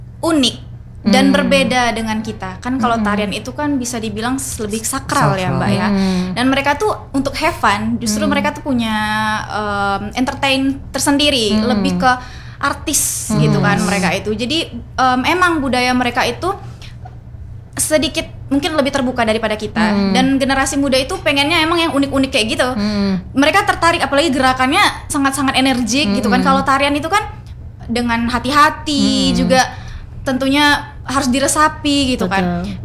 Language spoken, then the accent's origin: Indonesian; Bengkulu, Indonesia; kita kan berasal dari Indonesia, berasal dari Provinsi Bengkulu.